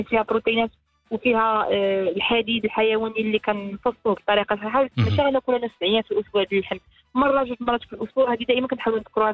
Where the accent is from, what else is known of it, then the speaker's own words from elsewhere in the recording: Morocco; حنا عندنا في المغرب